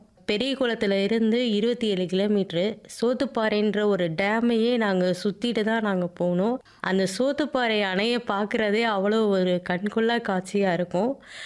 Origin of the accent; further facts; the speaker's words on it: Periyakulam, Tamil Nadu, India; தேனி மாவட்டம் பெரியகுளம் தான் என்னுடைய சொந்த ஊர்.